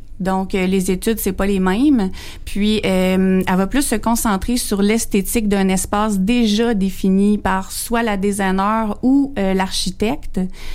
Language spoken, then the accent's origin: French; Saint-Pascal, Quebec, Canada; revenir à ma ville natale, Saint-Pascal